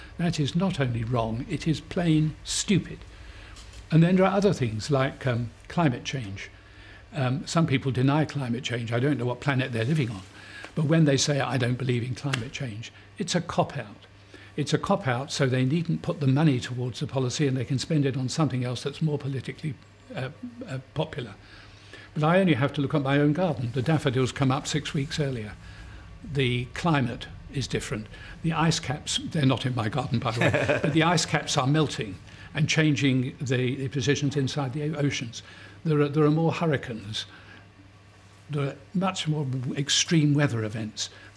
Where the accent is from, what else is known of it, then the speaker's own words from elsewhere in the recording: London, United Kingdom; I grew up in the Labour area.